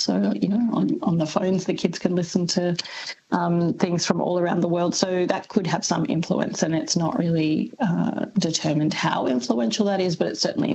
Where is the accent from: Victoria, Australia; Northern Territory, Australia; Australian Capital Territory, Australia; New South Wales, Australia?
Victoria, Australia; Melbourne; when I grew up in Melbourne, I would say dance and castle.